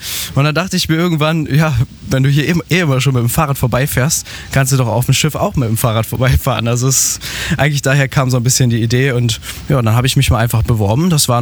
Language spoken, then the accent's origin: German; Rostock, Mecklenburg-Vorpommern, Germany; born there; Ich komme aus Rostock.